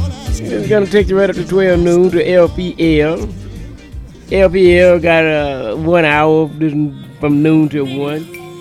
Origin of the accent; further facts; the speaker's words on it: Florida, United States; I'm from Southwest Florida and welcome worldwide, Mouth Man.